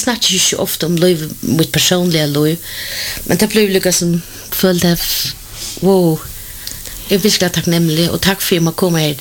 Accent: Faroe Islands; jeg er færing

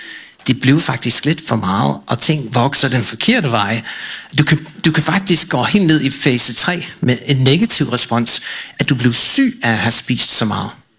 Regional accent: Oregon, United States; Danish is a second language; now in Denmark; Jeg voksede op i Oregon, i en inner city, sådan en stor by, hvor der var en baptistkirke i nærheden

